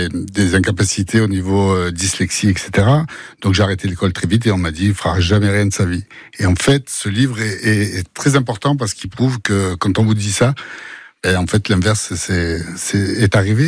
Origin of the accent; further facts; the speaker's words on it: Marseille, Provence-Alpes-Côte d'Azur, France; Et moi, pur Marseillais, né à Marseille, bien sûr.